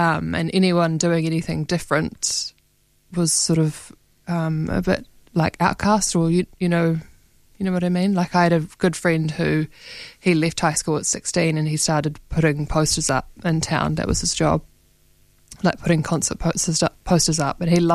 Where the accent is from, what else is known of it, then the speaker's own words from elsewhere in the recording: Christchurch, Canterbury, New Zealand; also born or lived in Dunedin; So I was born in Christchurch, grew up in Christchurch, left after high school to study in Dunedin, and then sort of have lived in a few places since then.